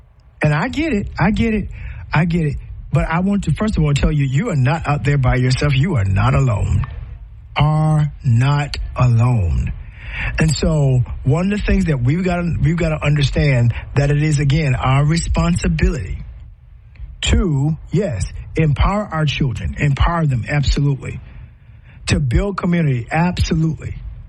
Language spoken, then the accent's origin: English; United States; And we are American.